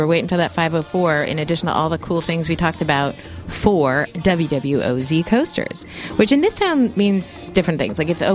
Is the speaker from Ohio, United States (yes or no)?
yes; Ohio, United States; now in New Orleans, United States; But I'm from Ohio